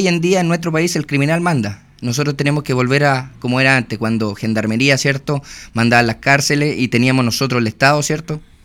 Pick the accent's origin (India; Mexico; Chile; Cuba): Chile; Osorno, Los Lagos; born there; moved away; estoy muy contento de pisar nuevamente mi ciudad natal.